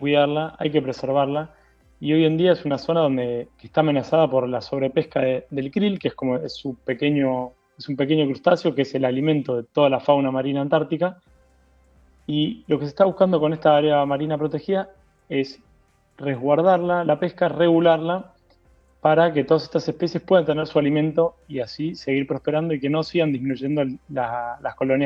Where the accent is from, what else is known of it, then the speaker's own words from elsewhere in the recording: Buenos Aires, Argentina; Somos de las afueras de la costa. Buenos Aires.